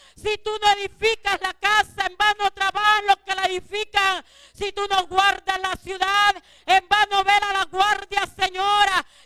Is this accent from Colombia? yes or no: yes; Colombia